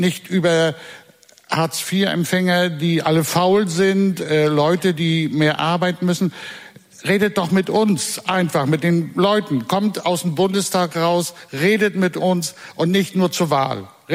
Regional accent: Rostock, Mecklenburg-Vorpommern, Germany; Ich komme aus Rostock Groß-Klein, einer der sogenannten, ich sage das ganz bewusst, sozialen Brennpunkte in Rostock. mit einem hohen Anteil von ausländischen Mitbürgern.

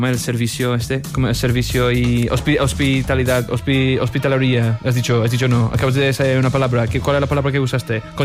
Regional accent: England, United Kingdom; born there; Spanish is a second language; moved away; que en mi pueblo y en la cultura anglosajón hay muchos restaurantes indios de curry.

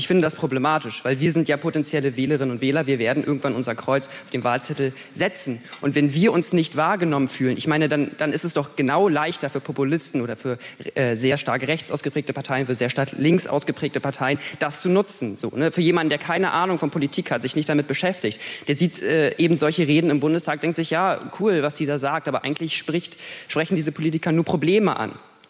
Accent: Neubrandenburg, Mecklenburg-Vorpommern, Germany; ich komme aus Neubrandenburg.

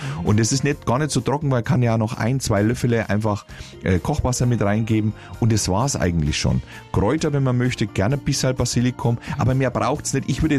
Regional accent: Franconia, Germany; weil ich sie als Franke nicht aussprechen kann

